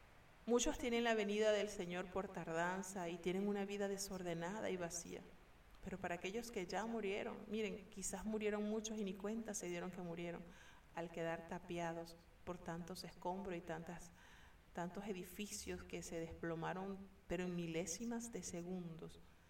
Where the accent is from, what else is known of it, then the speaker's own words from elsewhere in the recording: Venezuela; moved away as an adult; now in Panama; yo soy venezolana. Yo tengo ya 10 años viviendo acá en Panamá, pero soy venezolana, mis padres son venezolanos, todos mis hermanos, somos 7 hermanos, los 6 hermanos están allá en Venezuela.